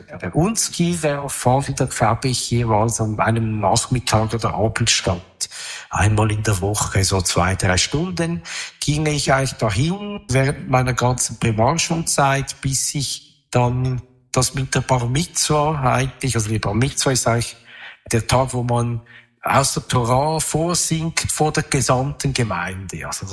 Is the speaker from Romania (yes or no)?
no; Zurich, Switzerland; an der Oberwiesenstraße bin ich aufgewachsen. Also das sind die waren damals rosarote Blöcke, oder? Gleich gegenüber der Bühle.